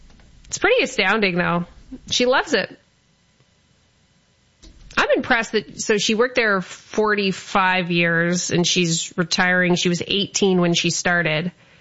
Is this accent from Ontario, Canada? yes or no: yes; Windsor, Ontario, Canada; moved away; where I grew up, Windsor